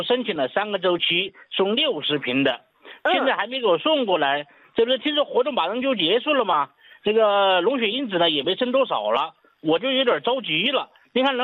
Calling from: Chongqing, China; 我是重庆的新患者，张老师。

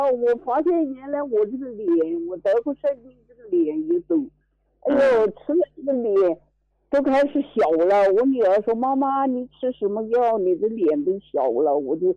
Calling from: Kunming, Yunnan, China; 我是云南的，云南昆明的，

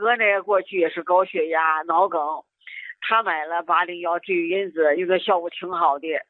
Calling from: Baoding, Hebei, China; 哎，我是河北保定这儿的。

